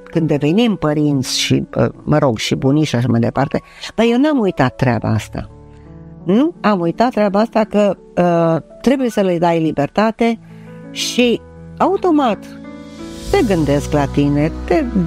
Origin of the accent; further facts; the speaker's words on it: Romania; eu sunt din România. Nu m-am ferit niciodată să spun că eu sunt româncă.